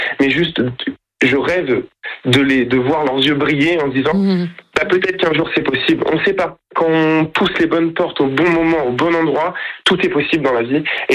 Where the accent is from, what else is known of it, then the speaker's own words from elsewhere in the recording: Saint-Romain-de-Colbosc, Normandy, France; moi j'habite à Saint-Romain-de-Colbosc